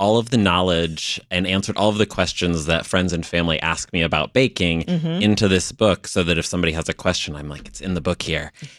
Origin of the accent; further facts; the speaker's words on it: Indiana, United States; now in Chicago, United States; I'm from Indiana originally, but mm-hmm. I've lived here for a long time.